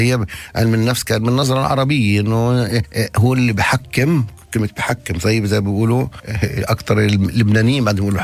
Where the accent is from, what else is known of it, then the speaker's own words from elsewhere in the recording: Palestine; وده واحنا كفلسطينيين